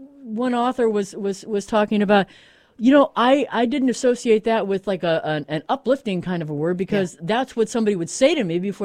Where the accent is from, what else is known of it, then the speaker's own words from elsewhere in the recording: Illinois, United States; born there; also born or lived in San Diego, California; now in Vermont, United States; I grew up in California, San Diego, and then in Illinois.